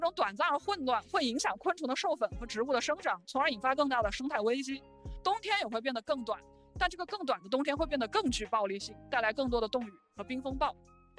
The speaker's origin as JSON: {"language": "Chinese", "town": "Huanggang", "region": "Hubei", "country": "China", "tie": "born or raised there", "said": "我出生在湖北黄冈，是一个长江边上的小城。"}